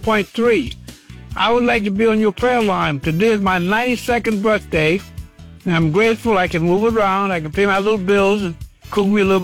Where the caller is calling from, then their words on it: Summerville, South Carolina, United States; I'm calling you from Somerville, South Carolina.